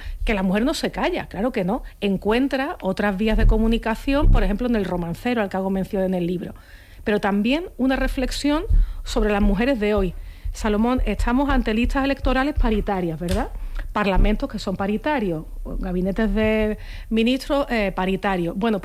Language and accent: Spanish; Seville, Andalusia, Spain